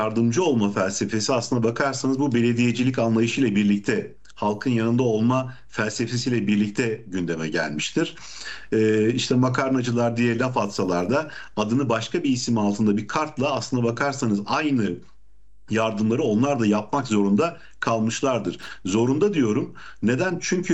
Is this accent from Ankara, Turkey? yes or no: yes; Ankara, Turkey; bir Ankaralı olarak yani bir işte su hizmetiyle ilgili böyle bir sıkıntı yaşamamış, musluklardan çoğu zaman su içmeye imkanı bulmuş bir vatandaş olarak